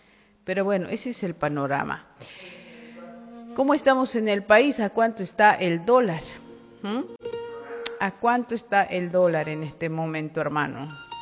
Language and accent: Spanish; Bolivia